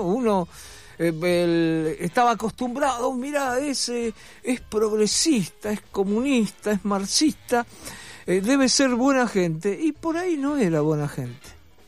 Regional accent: Argentina; born there; Yo, por ejemplo, soy argentino, nací acá. Soy muy argentino, hinché por Argentina, todo, pero de mí para arriba, toda mi familia, inclusive mi hermana, son españoles.

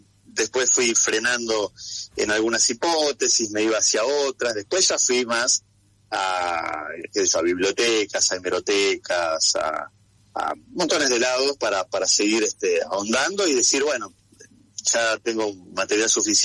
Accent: Buenos Aires, Argentina; Yo soy nacido en el año 81, me llevaba mi mamá a comer a ese lugar que para mí era fantástico. Yo soy nacido y criado en Liniers y me iba al local que estaba en Floresta

